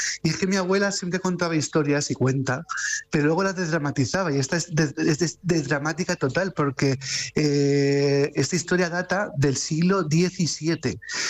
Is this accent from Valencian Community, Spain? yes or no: no; Alcázar de San Juan, Castilla-La Mancha, Spain; de mi pueblo, de Alcázar de San Juan